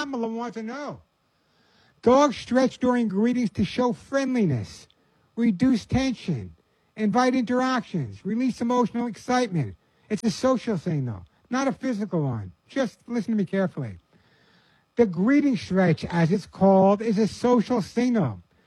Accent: New York, United States

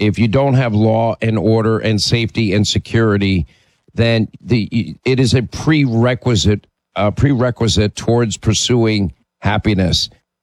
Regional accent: New York, United States; I was born and raised in New York, although I was kind of like a radio nomad for many, many years.

